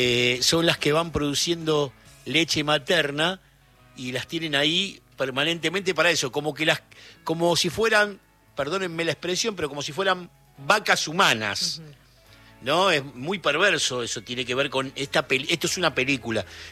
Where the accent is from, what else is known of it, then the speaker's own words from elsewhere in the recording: Argentina; porque lamentablemente somos argentinos y tenés que pensar siempre más allá